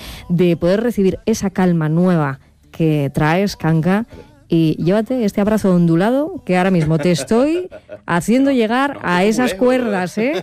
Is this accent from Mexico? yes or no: no; Málaga, Andalusia, Spain; soy de Málaga, ¿no? Cerquita, el alma, muy bien.